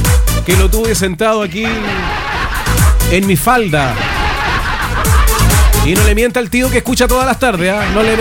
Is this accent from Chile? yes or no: yes; Antofagasta, Chile; born there; yo apoyo lo local, pues yo soy antofagastino. Nací en Antofagasta, soy antofagastino neto, antofagastino de tomo y lomo.